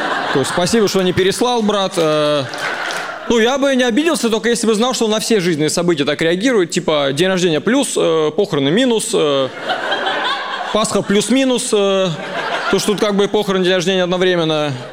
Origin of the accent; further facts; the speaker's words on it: Voronezh, Voronezh Oblast, Russia; now in Moscow, Russia; Я просто приезжаю из Москвы в Воронеж, мне приходит сообщение: «Добро пожаловать на родную землю».